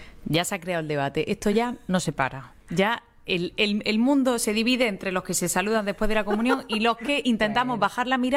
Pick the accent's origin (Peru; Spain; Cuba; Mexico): Spain; moved away as an adult; now in Buenos Aires, Argentina; estoy instalada en la ciudad de Buenos Aires y por ahora no me... Bueno, me voy. Me voy dentro de una semana de visita a mi familia a España